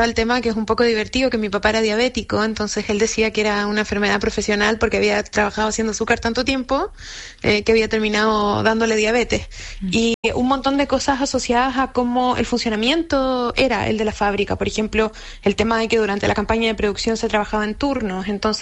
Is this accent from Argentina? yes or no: no; Chillán, Ñuble, Chile; Yo crecí en Chillán, mi papá ya no vivía en la población de la IANSA